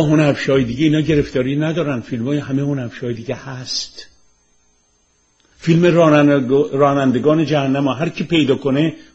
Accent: Iran; now in United States; این کار رو برای این میکنم که فکر میکنم بلایی که به سر من به عنوان یه جوان ایرانی اومد

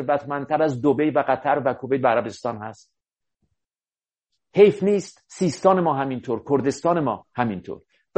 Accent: Iran

